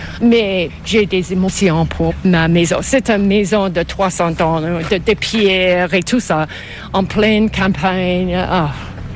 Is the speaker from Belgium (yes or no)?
no; Canada; French is a second language; also born or lived in Montreal, Canada / California, United States; Oui, je suis canadienne anglaise, mais pour 10 ans, de l'âge de 12 ans, j'avais vécu à Montréal.